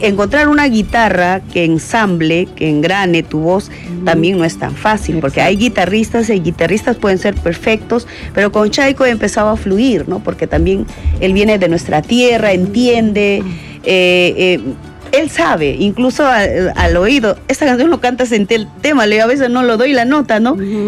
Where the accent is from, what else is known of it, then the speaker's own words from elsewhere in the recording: Coracora, Ayacucho, Peru; mi patria chica, a Coracora, y nuestra música ayacuchana